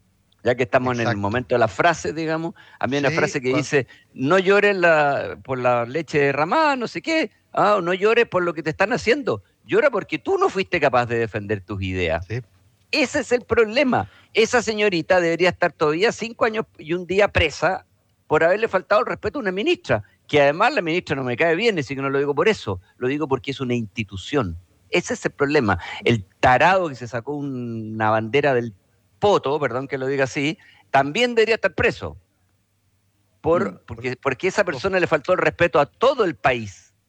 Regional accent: Chile; 20 millones que somos los chilenos

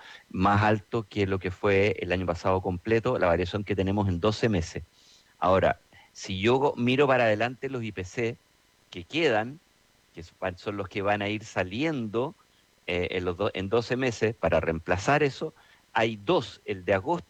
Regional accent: Chile; yo como chileno

